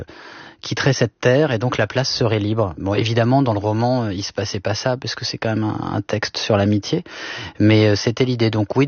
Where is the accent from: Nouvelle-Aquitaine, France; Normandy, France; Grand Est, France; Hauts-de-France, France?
Normandy, France; Le Havre; moi je suis né au Havre, j'ai passé mon enfance et mon adolescence en Normandie